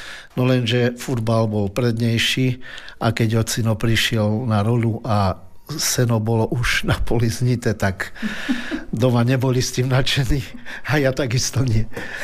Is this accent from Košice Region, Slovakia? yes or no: no; Helpa, Banská Bystrica Region, Slovakia; v mojej rodnej dedine v Helpe